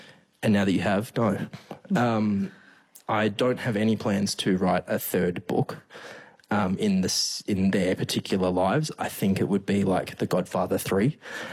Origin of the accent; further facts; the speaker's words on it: Western Australia, Australia; especially growing up in Jero and growing up before the Dockers were around, because I'm a little bit old. The Dockers weren't a thing. The Eagles were like, that's the peak. That is the apex of West Australian masculinity. If you want to be a man here